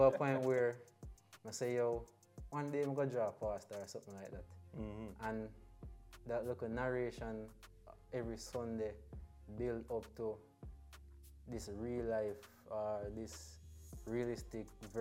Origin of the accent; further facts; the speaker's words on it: Clarendon, Jamaica; I'm from Clarendon, Longville Park, Finnish Calabar.